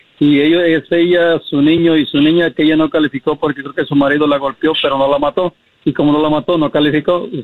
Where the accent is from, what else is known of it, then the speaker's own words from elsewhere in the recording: Mexico; Porque yo, de chiquito, pues yo en México me crié en un monte. Y en el monte, pues allá no había nada. Y ya cuando vine para acá, pues me dediqué a trabajar y hice todo lo que hice.